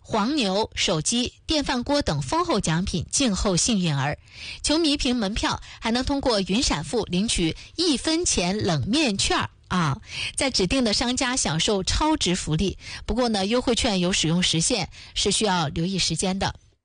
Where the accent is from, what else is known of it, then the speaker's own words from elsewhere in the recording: Yanbian, Jilin, China; 虽然我们是本地的居民